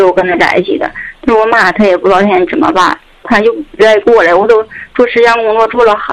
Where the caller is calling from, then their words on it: Anshan, Liaoning, China; 我是鞍山人。